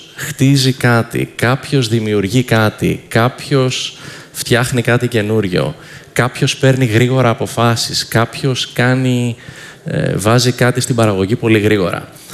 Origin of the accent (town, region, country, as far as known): Athens, Attica, Greece; born or raised there; moved away as an adult; now in New York, United States